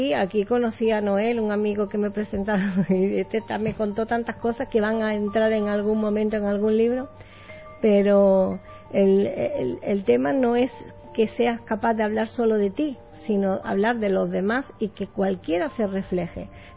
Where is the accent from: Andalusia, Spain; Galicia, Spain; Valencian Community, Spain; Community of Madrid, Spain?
Andalusia, Spain; Málaga; moved away as an adult; also born or lived in Brazil / Uruguay; now in Argentina; Viví en España hasta los 26 años, yo soy de Málaga, uh-huh. Y después me cambié a Brasil, donde viví otros 20 y tantos años.